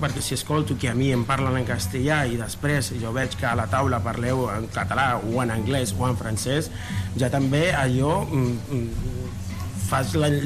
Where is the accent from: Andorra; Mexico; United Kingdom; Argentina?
Mexico; Catalan is a second language; now in Spain